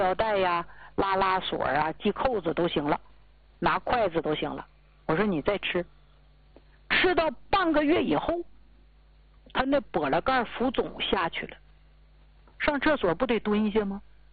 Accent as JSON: {"language": "Chinese", "region": "Northeast China", "country": "China", "said": "咱们东北人不知道吗？"}